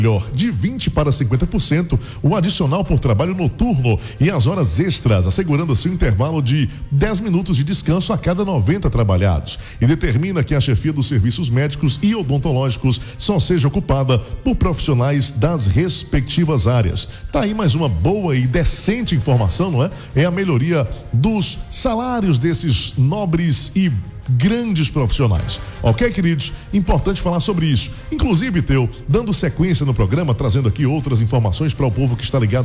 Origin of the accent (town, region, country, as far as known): Brazil